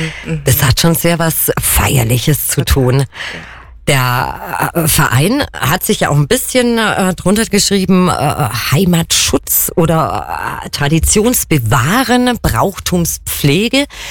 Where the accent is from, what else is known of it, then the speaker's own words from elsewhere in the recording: Kempten, Bavaria, Germany; Ich als gebürtige Kemptnerin